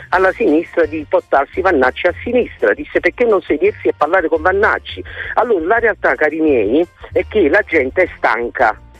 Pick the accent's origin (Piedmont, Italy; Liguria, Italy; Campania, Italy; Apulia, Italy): Campania, Italy; Naples; now in Germany; però io vivo in una piccola cittadina alle porte di Francoforte, a mezz'ora, o perché vuoi solo che sono napoletano, quindi ho un modo diverso.